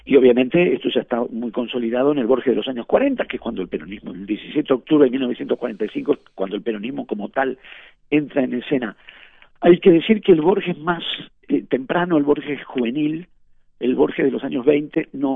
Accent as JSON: {"language": "Spanish", "region": "Buenos Aires", "country": "Argentina", "said": "los que somos de Buenos Aires"}